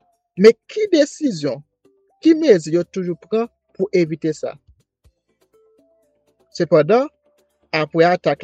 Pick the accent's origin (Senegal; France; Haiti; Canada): Haiti; parce que on est haïtien